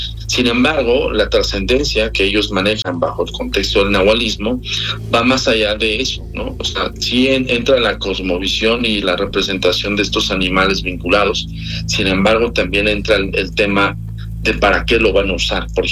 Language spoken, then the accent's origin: Spanish; Mexico